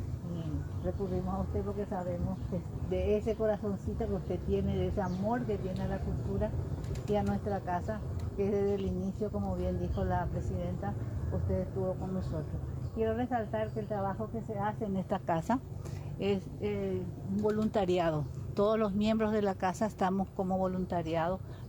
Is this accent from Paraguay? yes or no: yes; Ñeembucú, Paraguay; nuestra identidad como paraguayos, como ñeembuqueños